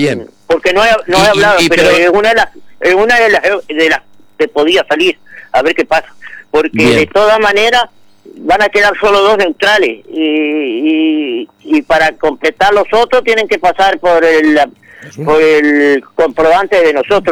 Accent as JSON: {"language": "Spanish", "country": "Uruguay", "said": "somos los uruguayos y somos de 33."}